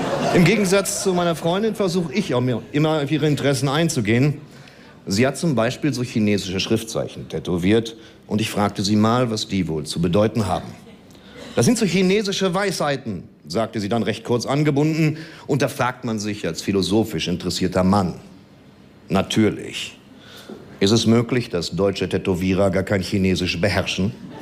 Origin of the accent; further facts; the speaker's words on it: Dortmund, North Rhine-Westphalia, Germany; Ich komme ja aus Dortmund. Viele wissen das, andere nicht.